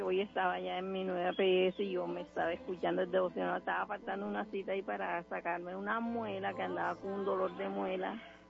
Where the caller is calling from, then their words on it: Sincelejo, Sucre, Colombia; accent: coastal; Estoy acá en Las Palmas, un corregimiento de Cincelejo.